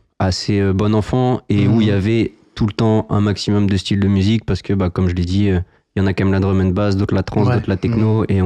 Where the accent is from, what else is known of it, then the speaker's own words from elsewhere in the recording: Étampes, Île-de-France, France; Nous, on vient du sud de l'Essonne.